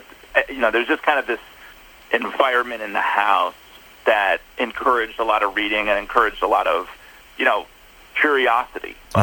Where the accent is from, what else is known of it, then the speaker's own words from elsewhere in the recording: Minneapolis, Minnesota, United States; also born or lived in Orlando; So I was born in Minnesota. I was raised kind of between Minneapolis and did a stint in Orlando as well.